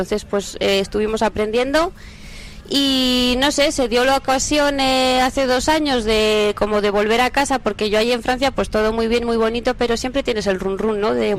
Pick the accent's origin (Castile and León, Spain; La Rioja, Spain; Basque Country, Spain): Castile and León, Spain; Canicosa de la Sierra